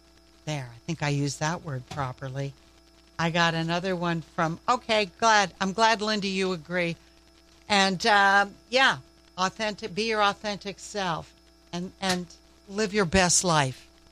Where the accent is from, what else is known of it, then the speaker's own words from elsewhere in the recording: the Maritimes, Canada; Even though I'm from the Maritimes